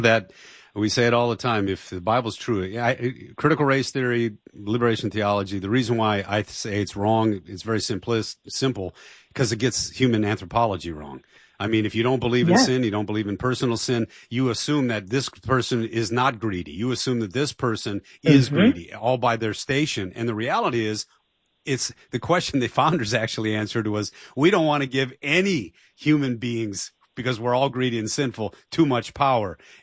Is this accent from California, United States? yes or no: no; Detroit, Michigan, United States; growing up in Detroit